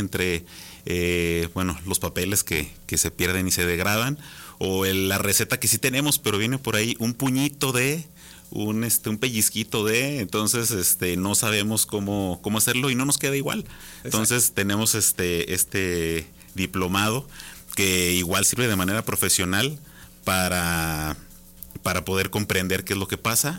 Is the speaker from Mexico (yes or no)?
yes; Mexico